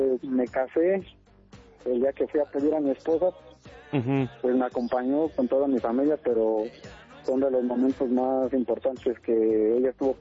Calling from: Atlacomulco, State of Mexico, Mexico; De Atlacomulco, acá en el Estado de México.

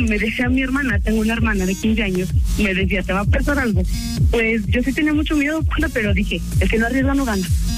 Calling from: Guanajuato, Mexico; Yo soy de acá, de Guanajuato.

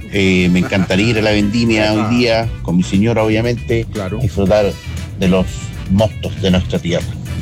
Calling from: Santiago, Santiago Metropolitan Region, Chile; de Pudahuel, Santiago, con una fría mañana.

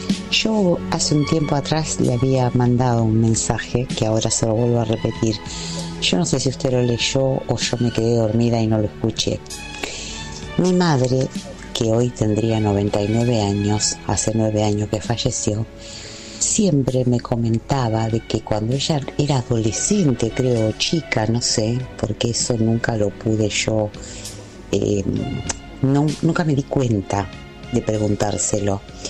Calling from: Tigre, Buenos Aires Province, Argentina

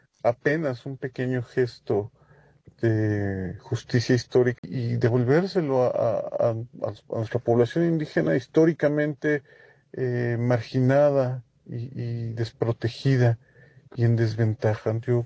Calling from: Mexico City, Mexico; de la Alcaldía Benito Juárez de la Ciudad de México.

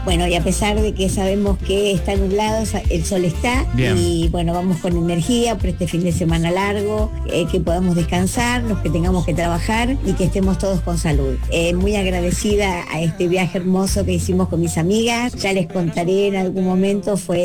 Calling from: Buenos Aires, Argentina; de Villa Crespo

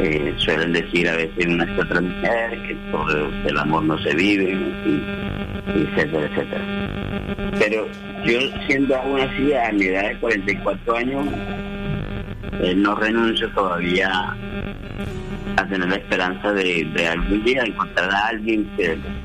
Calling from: Santa Marta, Magdalena, Colombia; Yo soy de Santa Marta, pero en una parcela, en una oficina, a unos 20 minutos del casco urbano, ¿no?

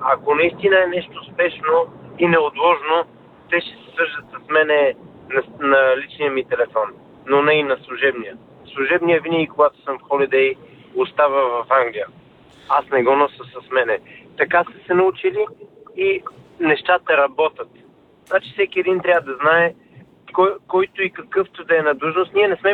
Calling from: London, United Kingdom; съм от Лондон

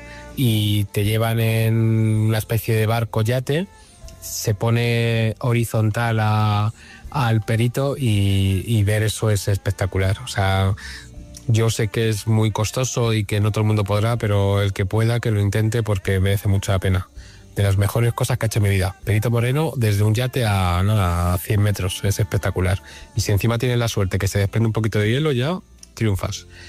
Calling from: Madrid, Community of Madrid, Spain; Hola, buenas. … de Madrid.

